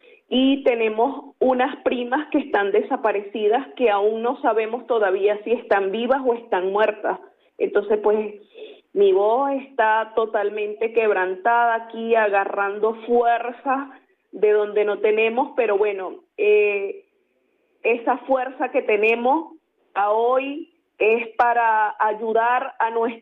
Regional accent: Venezuela; now in Spain; nosotros como venezolanos

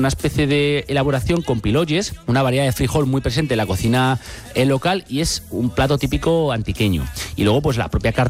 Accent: Guatemala; Soy de Guatemala.

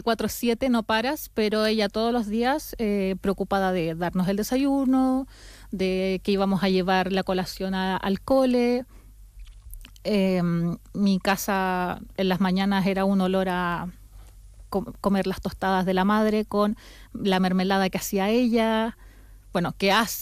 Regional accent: southern Chile, Chile; moved away as an adult; now in Basque Country, Spain; sobre todo de donde soy yo, que es más al sur, entonces que es un clima más austero.

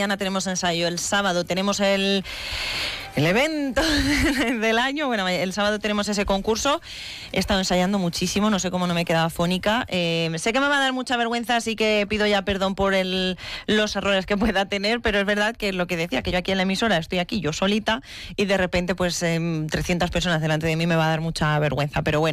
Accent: Fuentealbilla, Castilla-La Mancha, Spain; luego tengo mi pueblo, me voy a Fuentealbilla

